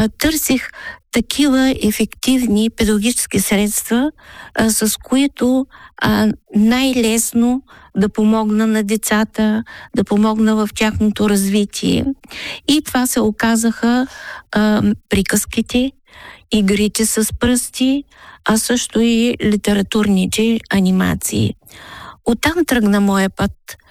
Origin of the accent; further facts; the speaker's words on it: Burgas, Burgas Province, Bulgaria; съм от Бургас. Живея в Бургас.